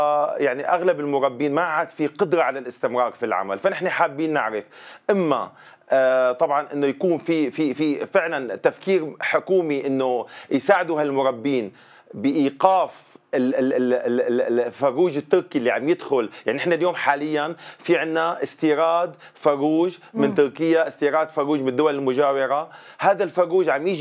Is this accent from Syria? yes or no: yes; Syria; أكيد هلأ بالنسبة لتكاليف الإنتاج عندنا في سوريا على وضع خاص،